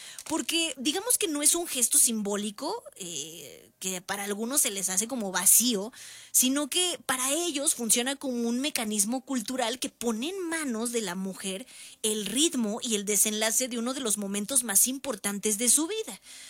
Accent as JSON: {"language": "Spanish", "country": "Mexico", "said": "porque tal vez como mexicanos hemos ido saliendo de algunos moldes que se nos hacía muy difícil comprender de lo que pasaba con nuestros abuelos"}